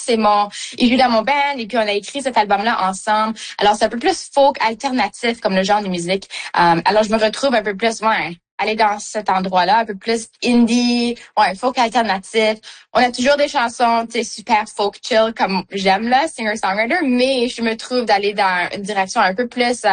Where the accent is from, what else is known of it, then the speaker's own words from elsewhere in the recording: Manitoba, Canada; Puis moi j'ai des racines comme je suis franco-manitobaine